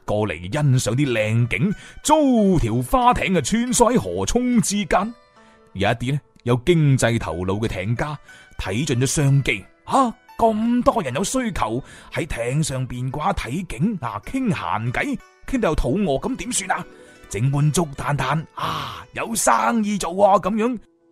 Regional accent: Guangzhou, Guangdong, China; 我哋广州人呢，就将即係普语当中嘅癞蛤蟆即係癞蛤蟆叫做擒拒咁样嘅。

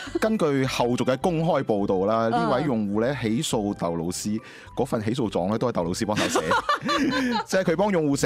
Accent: Guangdong, China; 我哋广东人讲嘅老作

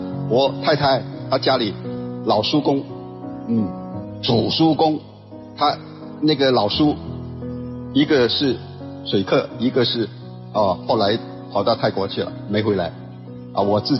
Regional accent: Guangdong, China; 这一封信就在我老家的，我曾经在那里读过小学的一个关山乡

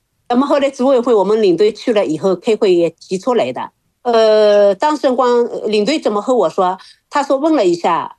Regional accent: China; 因为我们中国人呢比较内敛，就是乳腺癌患者都是穿义乳的

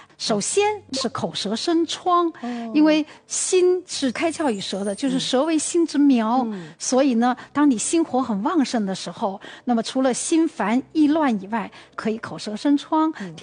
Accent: Zhejiang, China; 小时候因为我是在浙江南方长大，栀子花呢在我的老家，这个在院前屋后，可能每家都会种的有那么一颗两颗的这个栀子花

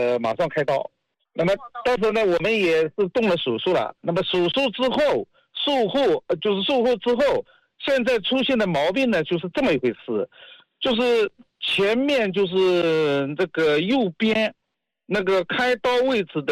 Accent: Huzhou, Zhejiang, China; 我是浙江湖州的。

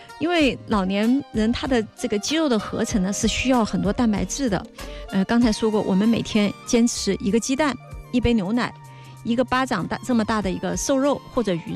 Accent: China

